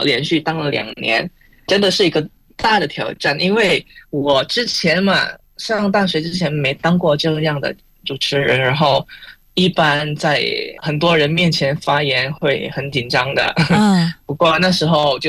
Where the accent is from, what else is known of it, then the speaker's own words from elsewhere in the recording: Pontianak, West Kalimantan, Indonesia; Chinese is a second language; moved away as an adult; now in Beijing, China; 中文在我的家乡，在坤甸变得很流行